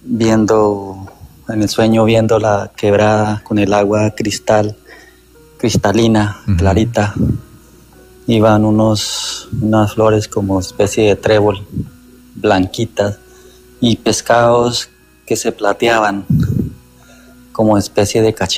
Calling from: Tolima, Colombia; Desde el Tolima.

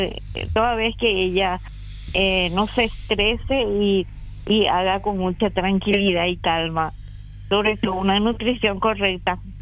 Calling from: Capiatá, Central, Paraguay; somos de Capillas. Sí, Capieta.

